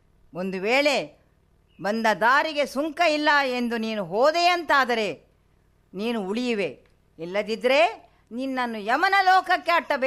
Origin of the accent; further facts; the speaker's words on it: Karnataka, India; ಆದ್ರೆ ನಮ್ಮ ಊರಲ್ಲಿ ಈ ಬೋಳೂರಲ್ಲಿ ಹುಡುಗಿಯರಿಗಾಗಿ ಯಕ್ಷಗಾನ ಕಲಿಸೋರು ಯಾರೂ ಇರ್ಲಿಲ್ಲ.